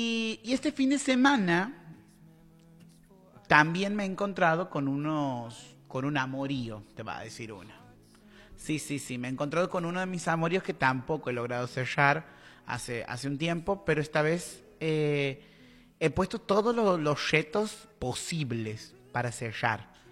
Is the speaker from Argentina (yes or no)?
no; El Salvador; Soy guanaca